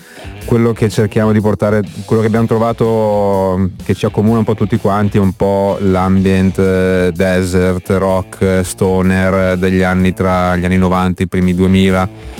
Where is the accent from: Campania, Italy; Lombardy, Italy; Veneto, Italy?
Veneto, Italy; Padua; No, allora, arriviamo da Padova, bene o male, perché non siamo proprio della città tutti quanti, Padova, provincia, al confine con Vicenza, a dire la verità.